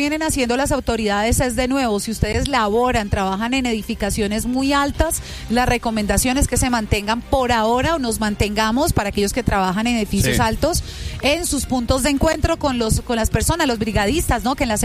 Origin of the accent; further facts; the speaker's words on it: Neiva, Huila, Colombia; también soy de Neiva y se sintió muchísimo fuerte.